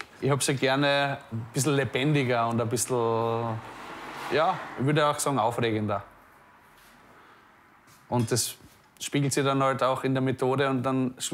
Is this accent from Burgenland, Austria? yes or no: yes; Burgenland, Austria